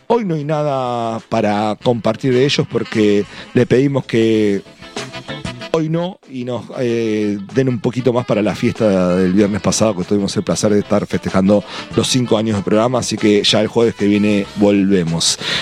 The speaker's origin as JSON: {"language": "Spanish", "town": "Casilda", "region": "Santa Fe", "country": "Argentina", "tie": "born or raised there", "moved": "yes", "said": "estamos saliendo en vivo y en directo en Casilda, provincia de Santa Fe, en mi ciudad natal, ahí a unos 50 kilómetros de Rosario aproximadamente"}